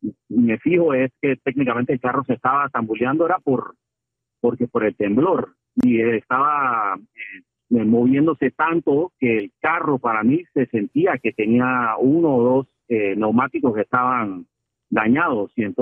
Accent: Panama; Yo he estado, como panameño, yo tengo 50 años, y cuando he vivido aquí

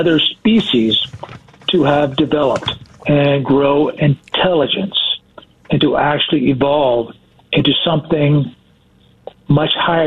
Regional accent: Ohio, United States; moved away as an adult; now in Philippines; I grew up in Ohio. I was a Buckeye.

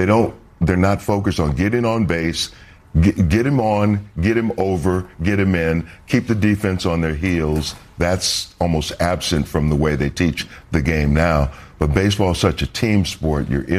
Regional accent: St. Paul, Minnesota, United States; I grew up in Minnesota, in nice people. Great, you know, I had a great upbringing, St. Paul, Minnesota

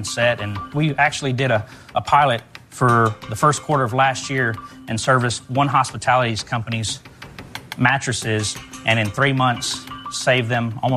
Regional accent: Dallas, Texas, United States; I'm from Dallas, Texas.

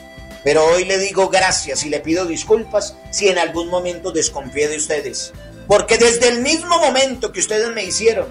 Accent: Pomona, California, United States; Soy de aquí, de Pomona.

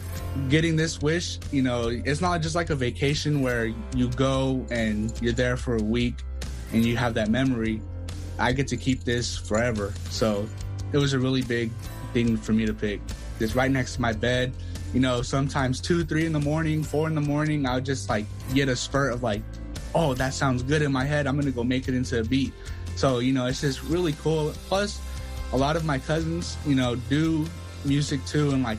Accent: San Jose, California, United States; I'm 18 years old. I come from San Jose, California in the Bay Area.

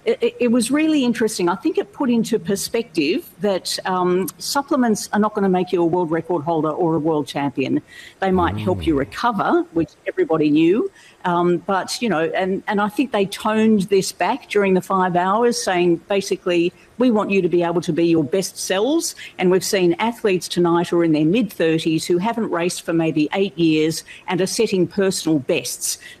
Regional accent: Australia; I come from Australia. We have a very sunny, you know, disposition here.

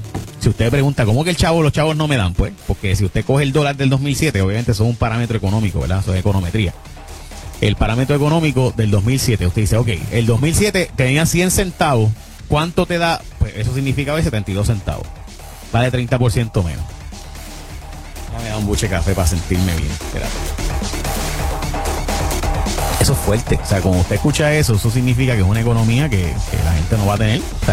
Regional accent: Carolina, Puerto Rico; Ok, somos de Carolina y venimos guillados. Somos de Carolina.

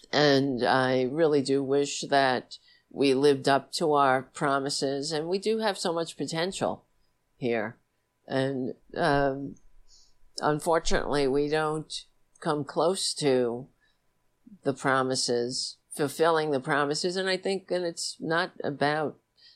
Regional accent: New York City, New York, United States; After the attack, I served this country in uniform after witnessing the towers fall in my hometown, and I felt like I needed to do something to help.

